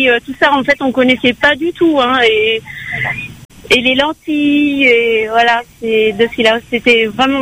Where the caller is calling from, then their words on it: Dinan, Brittany, France; on vient de Bretagne. On vient de métropole en Bretagne, à Dinan.